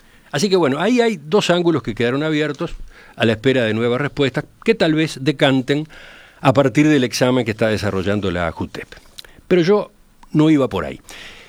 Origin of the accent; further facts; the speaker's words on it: Uruguay; yo como ciudadano, como uruguayo, ¿qué estoy subsidiando ahí?